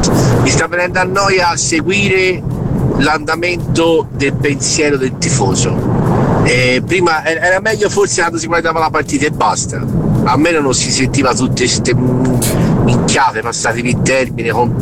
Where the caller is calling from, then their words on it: Pistoia, Tuscany, Italy; da Pistoia